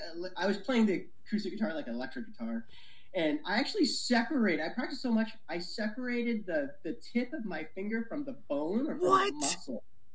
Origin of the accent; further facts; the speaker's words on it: Exeter, Pennsylvania, United States; So, I grew up in Exeter, Pennsylvania, a small coal miner town.